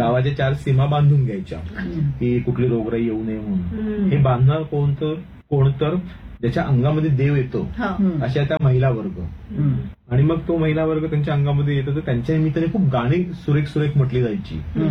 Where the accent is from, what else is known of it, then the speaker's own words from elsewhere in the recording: Mumbai, Maharashtra, India; तर मी थोडासा मी वाढलोय जरी मुंबईला तरी मी म्हटलं ना की आईने माझ्यामध्ये ती ग्रामसंस्कृती रुजवलेली होती.